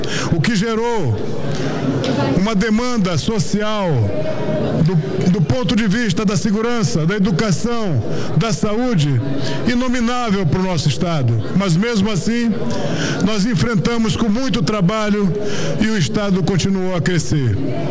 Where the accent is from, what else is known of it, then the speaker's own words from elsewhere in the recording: Roraima, Brazil; nós somos de Roraima